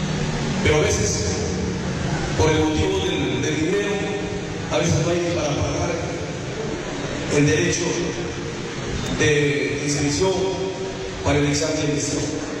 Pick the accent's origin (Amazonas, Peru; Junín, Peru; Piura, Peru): Amazonas, Peru; Diamante Alba; Ya les mencioné Diamante Alba. Nací en Caserío Diamante Alba, hijo de dos madres campesinas. Hemos trabajado juntamente con mi padre en las labores agrícolas.